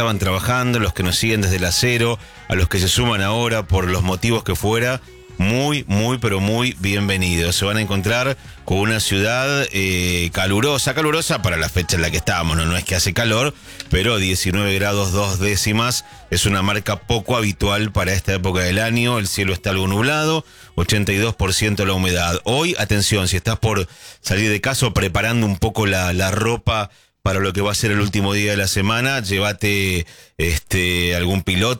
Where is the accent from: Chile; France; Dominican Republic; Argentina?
Argentina; Flores, Buenos Aires; Soy de Flores, tengo amigas que viven por toda la ciudad de Buenos Aires